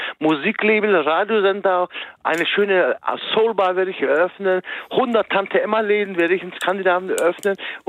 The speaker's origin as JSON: {"language": "German", "town": "Münster", "region": "North Rhine-Westphalia", "country": "Germany", "tie": "born there", "also_born_or_lived": "Turkey"}